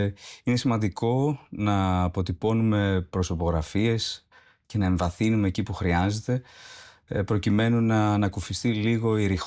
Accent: Archangelos, South Aegean, Greece; έχω την τύχη να κατάγομαι από τον Αρχάγγελο Ρόδου που είναι ένα μεγάλο χωριό, το μεγαλύτερο της Δωδεκανήσου

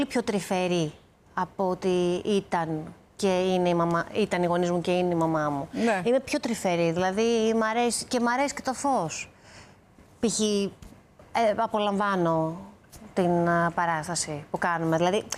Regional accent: Athens, Attica, Greece; Ο μπαμπάς μου ήταν από το Λαφίστη Βιωτίας. Ναι. Εγώ γεννήθηκα στην Αθήνα και μεγάλωσα στην Αθήνα.

